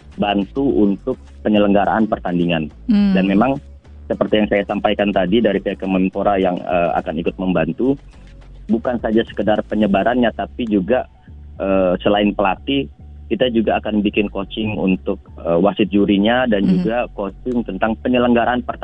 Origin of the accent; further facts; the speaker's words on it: Palu, Central Sulawesi, Indonesia; Saya kebetulan juga dari kampung dulu, saya dari Palu, Sulawesi Tengah.